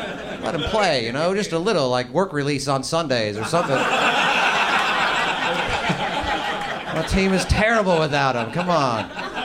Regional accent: Atlanta, Georgia, United States; I'm from Atlanta

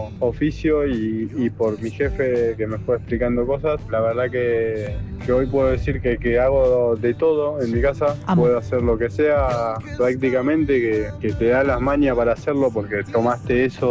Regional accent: Berazategui, Buenos Aires Province, Argentina; de Berazategui. Fui ferretero mucho tiempo, sí.

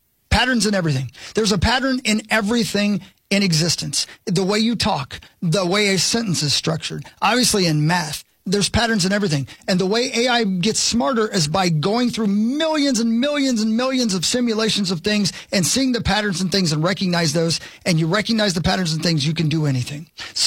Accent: Indiana, United States; And I grew up in Indiana.

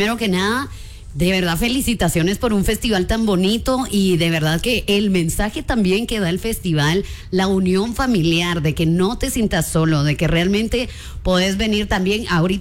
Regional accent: Guatemala; así somos los chapines.

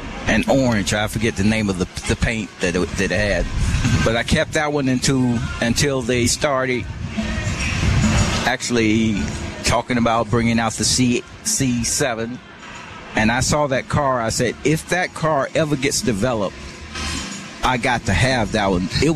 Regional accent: Tuskegee, Alabama, United States; moved away; I grew up poor. I'm originally from Tuskegee, Alabama.

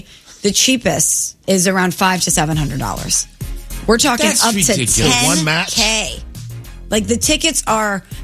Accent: Chicago, Illinois, United States; What? I'm from the Loop, and I'm proud. Always proud.

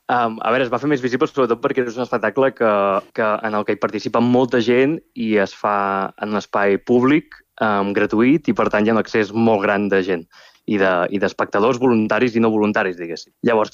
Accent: Mataró, Catalonia, Spain

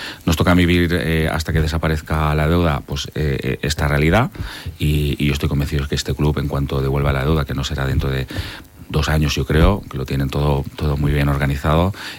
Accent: Gandia, Valencian Community, Spain; A ver, para mí, para decir que yo que soy de Gandía, que he jugado más de 10 años en el club de fútbol Gandía, que mis mejores amigos los he hecho allí en el club

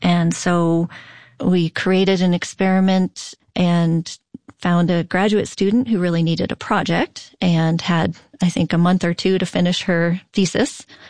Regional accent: United States; I was born to Ukrainian immigrants who immigrated after World War II. As Ukrainian American kids, we all grew up at Ukrainian scouting camps

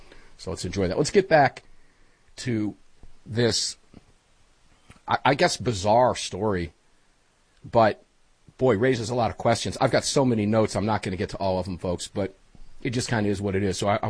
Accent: Tampa, Florida, United States; they've moved into my hometown of Tampa, Florida.

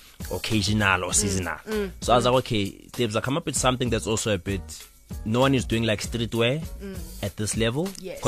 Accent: Soweto, Gauteng, South Africa; I'm a South African, I'm from Soweto.

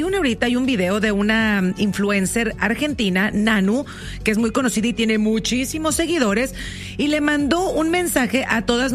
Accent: Mexico; Vámonos como buena mexicana al callejón, para que aprendas.

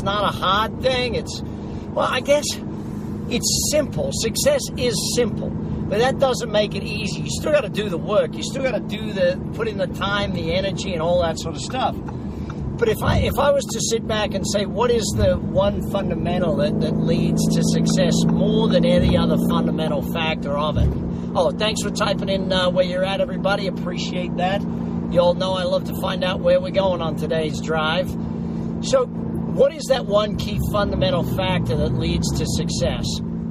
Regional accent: Brisbane, Queensland, Australia; Brisbane City Town Hall, my hometown in Australia.

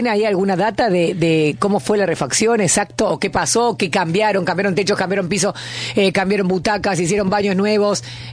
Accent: Argentina

